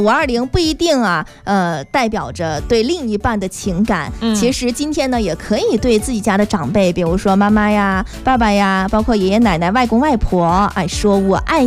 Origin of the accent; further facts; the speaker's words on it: Fujian, China; 因为其实对于我们福建人来说呢，叫阿嬷是很正常的事情，我们也习惯了叫阿嬷，